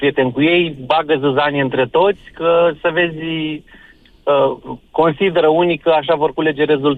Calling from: Romania

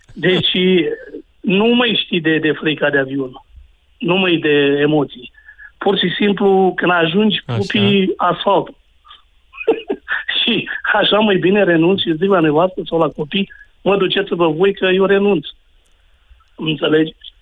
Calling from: Cernișoara, Vâlcea County, Romania; la mine la Cernișoara, că sunt din Vâlcea

